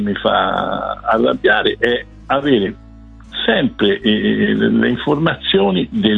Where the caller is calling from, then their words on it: Lucca, Tuscany, Italy; Da lucchese